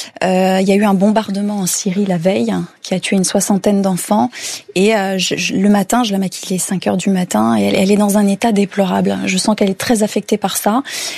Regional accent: France; now in United States; Il me pose plein de questions, il voit que je suis française, ça fait combien de temps que vous êtes là, ainsi de suite.

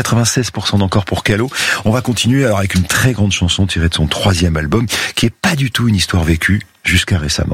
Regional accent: Bordeaux, Nouvelle-Aquitaine, France; je sais pas comment on dit d'ailleurs, de chez moi à Bordeaux, on dit qu'on monte à Paris

